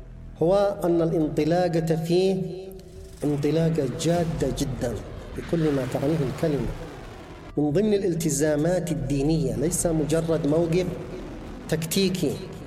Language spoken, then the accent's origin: Arabic; Yemen; نحن كشعب يمني